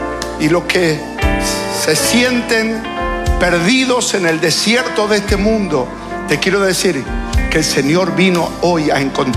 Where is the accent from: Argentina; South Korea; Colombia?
Argentina; born there; nosotros que nacimos en Argentina, que vivimos acá